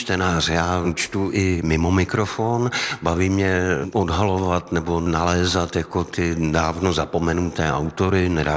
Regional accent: Olomouc, Olomouc Region, Czechia; jsem ze Severní Moravy, jsem z Olomouce

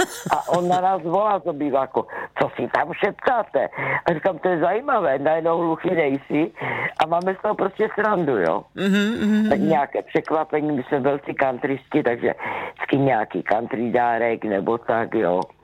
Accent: Zlín Region, Czechia; Já jsem z Valach, takže já peču takové to naše klasické valašské, jenom marmelády, žádné másla a pudinky a takové to prostě nemáme rádi.

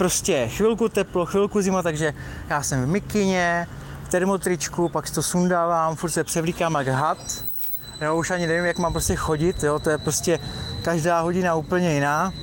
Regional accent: Třebíč, Vysočina Region, Czechia; born there; já jsem z Třebíče, že jo, Třebíče je takový hokejový město

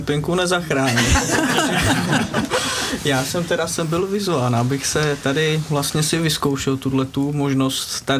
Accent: Jasená, Hradec Králové Region, Czechia; Z Jasené.

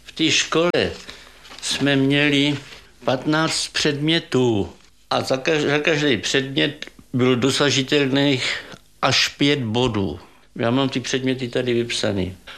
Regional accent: Vysoké nad Jizerou, Liberec Region, Czechia; Moje rodačka Vysokého nad Jizerou, Aninka Zemánková, si vzala syna hostinského Jarolímka z Libně.

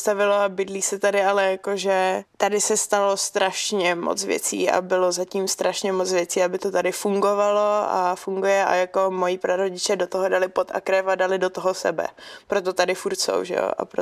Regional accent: Slušovice, Zlín Region, Czechia; tak ho nevezmu do Slušovic, ale vezmu ho na chatu

